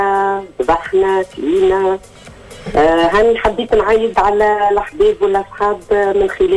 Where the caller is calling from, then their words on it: Zarzouna, Bizerte Governorate, Tunisia; من زرزونة.